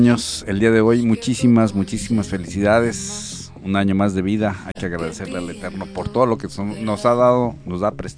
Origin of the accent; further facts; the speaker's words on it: Zumpango del Río, Guerrero, Mexico; moved away; mi pueblo original, originario, Zumpango del Río Guerrero, o Zumpango de Neri ahora.